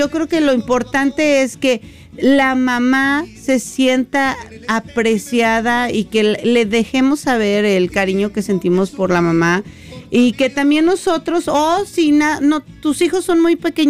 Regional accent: Mexico City, Mexico; aquí corriendo y llegando tarde, como típica chilanga

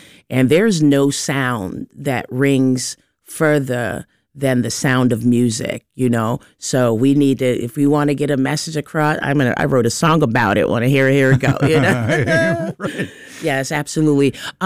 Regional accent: New Jersey, United States; I grew up in New Jersey. I was raised by a musician. My father was an amazing pianist and composer and a teacher. So all kind of music was in my home. And my mother is from Uruguay

